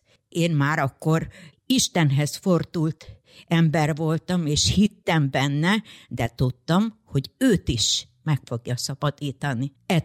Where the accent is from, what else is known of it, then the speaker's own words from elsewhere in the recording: Zakarpattia Oblast, Ukraine; moved away as an adult; now in Debrecen, Hungary; Férjem odavalósi, ott született, én is onnan származok.